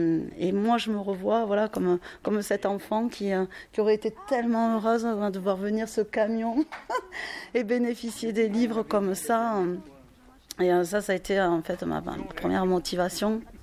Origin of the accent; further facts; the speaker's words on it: Carmont, France; born there; moi je suis issue des cités, donc moi je suis née à Carmont, bon après j'ai bougé mais je suis née à Carmont